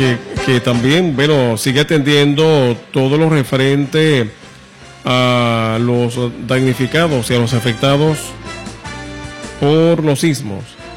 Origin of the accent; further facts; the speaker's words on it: Venezuela; lo que nosotros realmente nos merecemos como venezolanos.